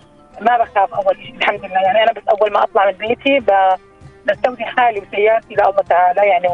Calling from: Irbid, Irbid Governorate, Jordan; إحنا عندنا في إربد تقريباً أنا كنت ثالث سيدة بشتغل.

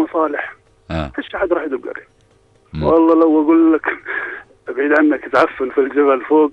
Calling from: Aqaba Governorate, Jordan; من محافظة العقبة.

